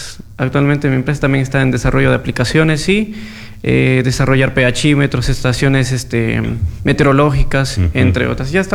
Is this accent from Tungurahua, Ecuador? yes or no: no; Loja, Ecuador; Yo soy de aquí, de Loja